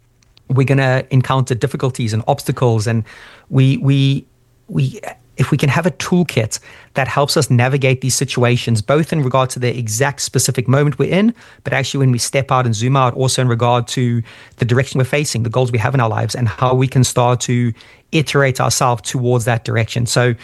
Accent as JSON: {"language": "English", "country": "Zimbabwe", "tie": "born or raised there"}